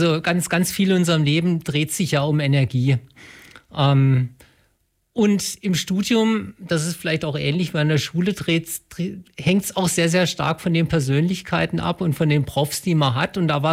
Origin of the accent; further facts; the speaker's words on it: Bad Mergentheim, Baden-Württemberg, Germany; moved away as an adult; also born or lived in Karlsruhe; Ja, also ich komme ursprünglich aus Bad Mergentheim, ganz im Nordosten unseres Ländles, habe da Abi gemacht, bin von dort nach Karlsruhe zum Studieren